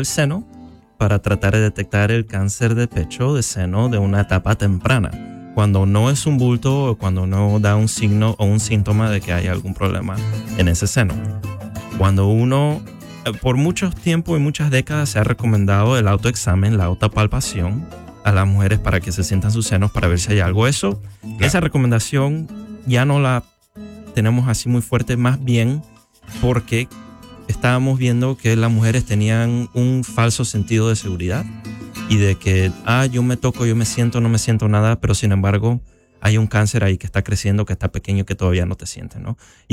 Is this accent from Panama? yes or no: yes; Panama; moved away as an adult; also born or lived in Spain; Yo soy panameño, yo crecí en Panamá